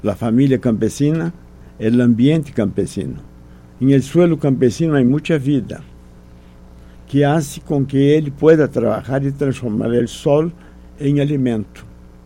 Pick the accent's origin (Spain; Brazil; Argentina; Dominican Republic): Brazil; Spanish is a second language; Vamos ver que yo hablo un castellano un poco raro porque soy brasileño.